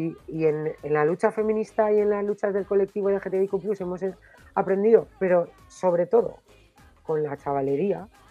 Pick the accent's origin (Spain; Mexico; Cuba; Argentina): Spain; Basque Country; como vasca que nació todavía en la dictadura, aunque ya estaba, cuando yo nací ya estaba el hombre ahí.